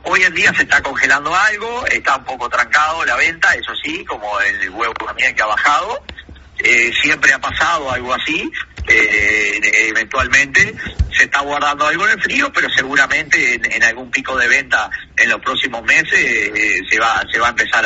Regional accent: Uruguay

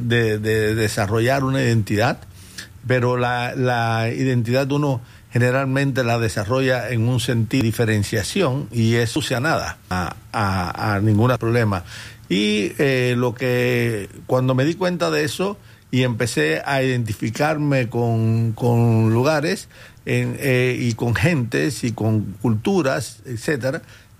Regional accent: Trinidad, Sancti Spíritus, Cuba; moved away as an adult; also born or lived in Havana, Cuba / Colombia; now in United States; Yo crecí en una ciudad que se llama Trinidad, que es más bonita que La Habana.

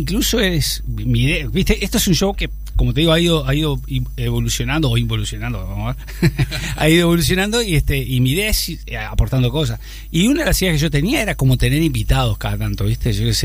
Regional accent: Uruguay

